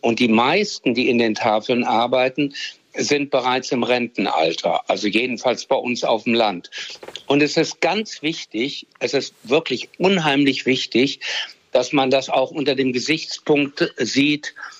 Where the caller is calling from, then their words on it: Lower Saxony, Germany; jedenfalls in Niedersachsen, ich komme aus Niedersachsen